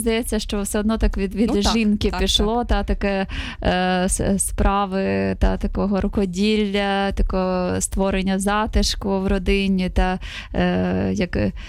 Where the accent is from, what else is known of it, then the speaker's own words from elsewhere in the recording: Zaporizhzhia, Zaporizhzhia Oblast, Ukraine; Так, радію, що в моєму рідному місті, в Запоріжжі